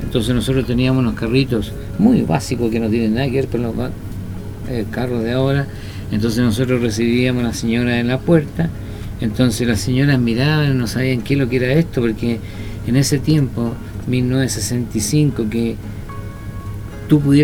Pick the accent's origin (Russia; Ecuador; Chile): Chile; Parral, Maule; Entonces, por parte de mi padre, toda la familia, que somos de Parral, son comerciantes